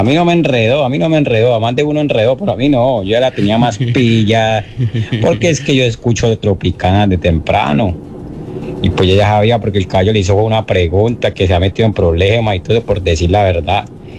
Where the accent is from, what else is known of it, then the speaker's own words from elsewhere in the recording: Cali, Valle del Cauca, Colombia; que así somos los caleños, para entero y para adelante, como el elefante